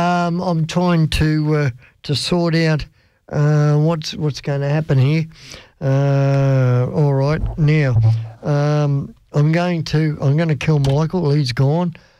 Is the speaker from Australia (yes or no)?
yes; Australia; because I am Australian